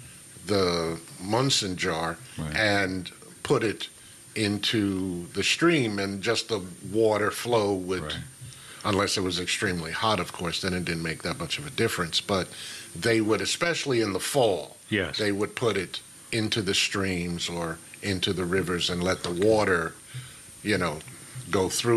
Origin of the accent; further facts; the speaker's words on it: New York, United States; I'm originally from New York.